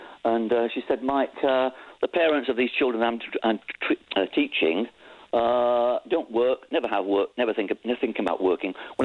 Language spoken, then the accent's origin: English; Yorkshire and the Humber, United Kingdom; That's one of the reasons why I would say I want to be proud of Britain, particularly Yorkshire. I come from Yorkshire.